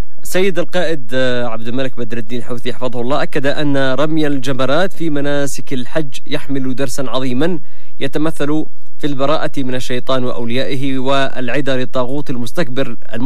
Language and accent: Arabic; Yemen